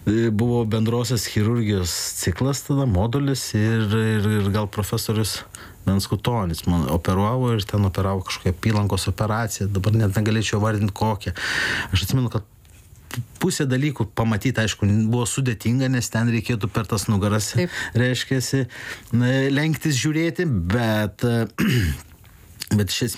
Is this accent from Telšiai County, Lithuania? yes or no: yes; Mažeikiai, Telšiai County, Lithuania; now in Kaunas, Lithuania; Taip, esu iš Žemaitijos atvykęs į Kauną.